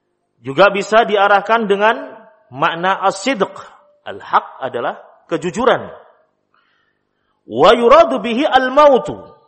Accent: Java, Indonesia

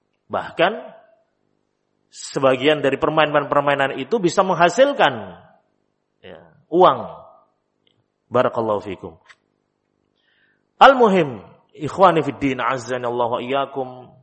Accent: Java, Indonesia

